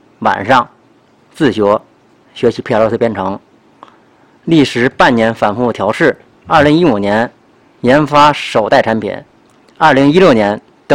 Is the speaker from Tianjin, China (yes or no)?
yes; Tianjin, China; also born or lived in Beijing; 我是土生土长的牛道口人，